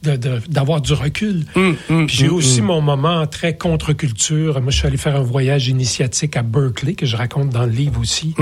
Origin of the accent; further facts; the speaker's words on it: Quebec City, Quebec, Canada; Moi, j'ai grandi à Québec.